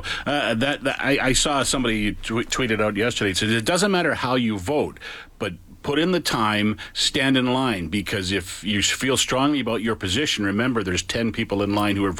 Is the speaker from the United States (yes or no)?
no; Edmonton, Alberta, Canada; I'm proud to be an Albertan. I love living in Alberta and living in Edmonton